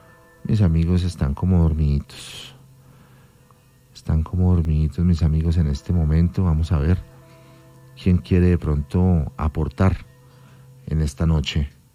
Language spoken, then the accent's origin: Spanish; Colombia; somos colombianos y somos unos berracos